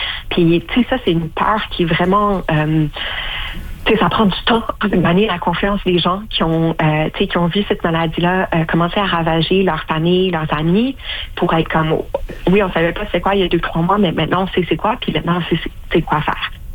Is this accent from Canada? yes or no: yes; Canada; en tant que Canadienne